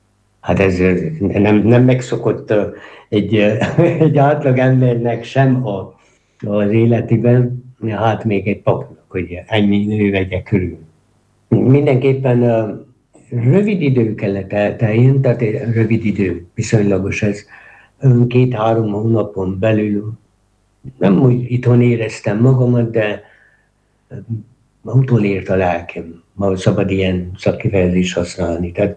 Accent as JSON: {"language": "Hungarian", "region": "Harghita", "country": "Romania", "moved": "yes", "said": "én természetesen csiki székelyként"}